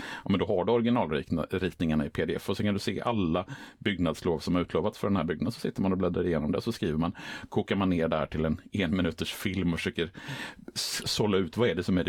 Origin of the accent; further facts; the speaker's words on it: Borås, Västra Götaland County, Sweden; moved away as an adult; now in Gothenburg, Sweden; Jag är ju från början inte från Göteborg, utan jag är ju uppvuxen i Borås och flyttade till Göteborg när jag skulle börja plugga här i Göteborg och har nu bott i Göteborg i, ja men nu började närma sig 30 år